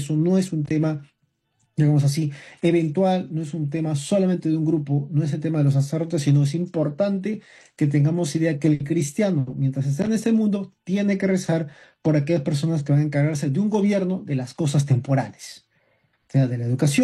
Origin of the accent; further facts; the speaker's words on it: Peru; soy peruano, decimos, ¿no? Seámoslo siempre, ¿no? Decimos, vivo en el Perú. Me considero un peruano.